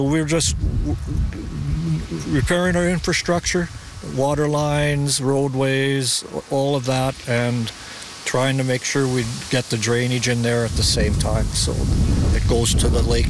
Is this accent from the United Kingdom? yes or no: no; Balgonie, Saskatchewan, Canada; moved away as an adult; now in Regina Beach, Canada; I'm originally from Balgoni. I grew up there and my wife and I raised our family there